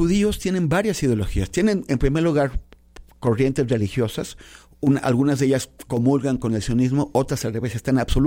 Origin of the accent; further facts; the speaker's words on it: Mexico; nosotros como mexicanos